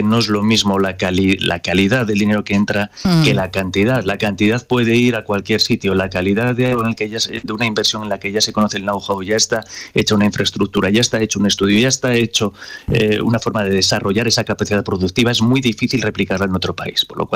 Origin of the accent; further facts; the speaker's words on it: León, Castile and León, Spain; Yo soy de León